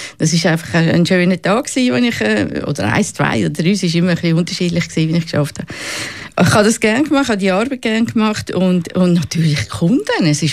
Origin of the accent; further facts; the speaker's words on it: Zurich, Switzerland; born there; Ja, ich bin eben 69, ich bin geboren im Zürcher Oberland.